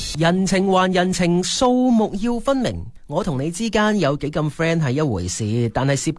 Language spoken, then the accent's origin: Cantonese; Guangdong, China; 侧面烘托出我哋广东人咧，其实都几务实噶